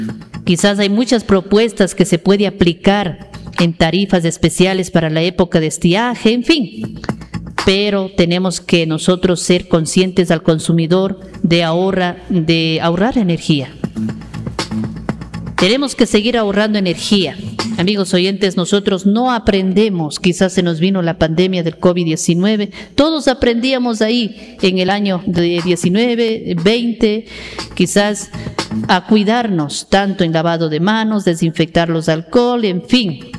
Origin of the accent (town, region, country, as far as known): Ecuador